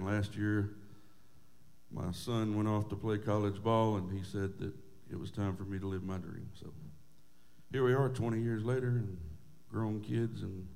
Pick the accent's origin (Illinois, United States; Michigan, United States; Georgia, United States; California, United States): Georgia, United States; Gainesville; I grew up in Gainesville, Georgia, born and raised.